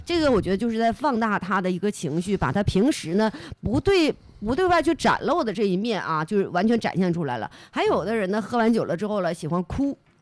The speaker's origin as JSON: {"language": "Chinese", "region": "Northeast China", "country": "China", "said": "即使说咱们东北人豪爽，东北人啊脾气不好，脾气暴，脾气急呀"}